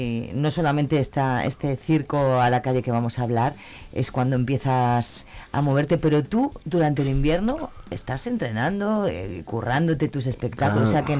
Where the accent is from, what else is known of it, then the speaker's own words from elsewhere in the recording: Pozuelo de Tábara, Castile and León, Spain; Sí, a Pozuelo. A Pozuelo de Tábara